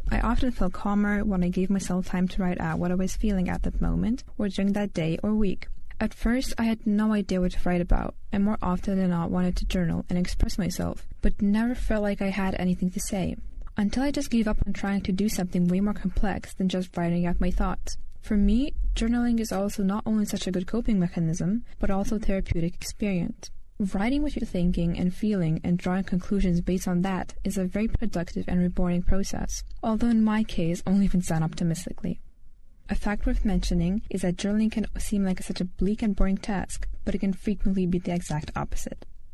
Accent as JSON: {"language": "English", "country": "Lithuania", "second_language": "English"}